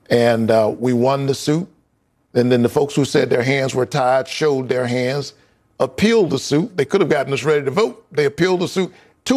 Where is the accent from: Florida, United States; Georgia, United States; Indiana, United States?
Georgia, United States; I'm from Georgia